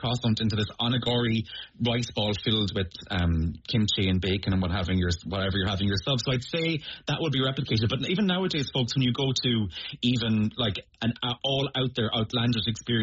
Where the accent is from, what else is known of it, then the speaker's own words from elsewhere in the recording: Midleton, Munster, Ireland; And I'm from Middleton.